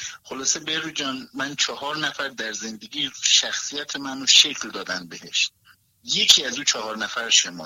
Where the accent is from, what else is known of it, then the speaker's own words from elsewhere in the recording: Iran; now in United States; شهر خودم در ایران پاپیچه من شدن، بیا زن بگی، بیا زن واسهت پیدا کنیم، ولی دیگه میبینن که یه پام این کشور یه پام اون کشور